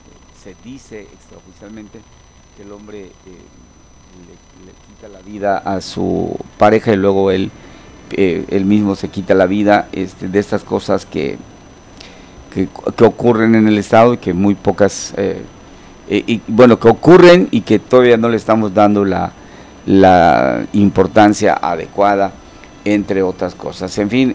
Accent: Spain; born there; Nosotros, que somos españoles de nacimiento, pues le fuimos a España

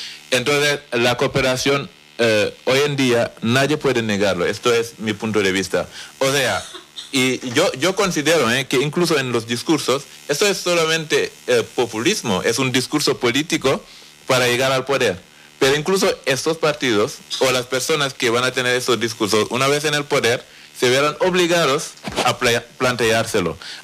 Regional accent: Senegal; now in Canary Islands, Spain; yo soy senegalés, he vivido aquí en Canarias

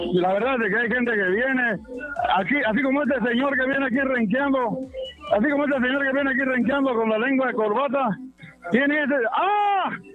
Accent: Guatemala; Nosotros, la verdad, como guatemaltecos, queríamos que Mario Pacay ganara la carrera.

